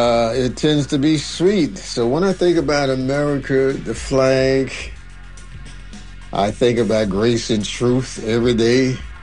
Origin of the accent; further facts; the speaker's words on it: Savannah, Georgia, United States; I was born and raised here in Lady Street, Savannah, Georgia, November 20, 1945, in the Charity Hospital.